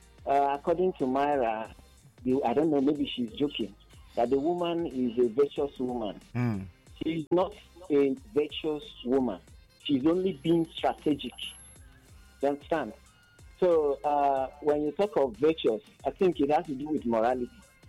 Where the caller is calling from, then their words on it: Abakaliki, Ebonyi, Nigeria; First of all … I'm calling from Abakaliki.